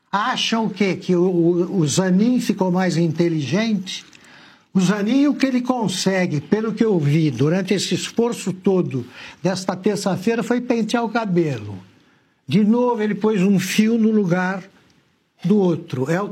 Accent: São Paulo, Brazil; Também eu sou paulista e há paulistas de quinta categoria.

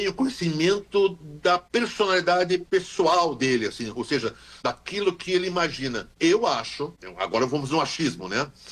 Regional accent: Brazil; nós como imprensa e nós como brasileiros

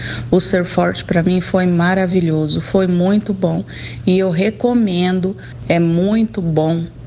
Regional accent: Bandeirantes, Paraná, Brazil; sou de Bandeirantes, moro no Jardim Primavera.

